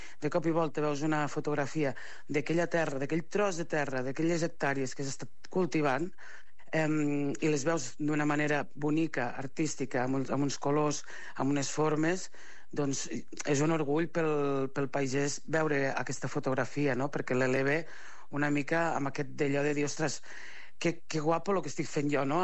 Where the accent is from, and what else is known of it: Catalonia, Spain